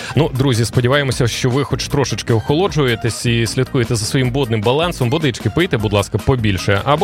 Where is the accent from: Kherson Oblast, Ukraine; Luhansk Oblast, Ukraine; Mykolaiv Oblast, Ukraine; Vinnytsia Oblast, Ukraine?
Kherson Oblast, Ukraine; Kherson; я, як херсонець, можу порекомендувати обирати кавуничку, а не кавунчика.